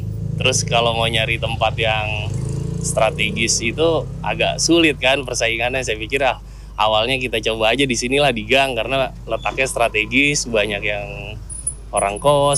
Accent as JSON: {"language": "Indonesian", "region": "Jakarta", "country": "Indonesia", "tie": "born or raised there", "said": "karena lahir dan besar di Mangga Besar"}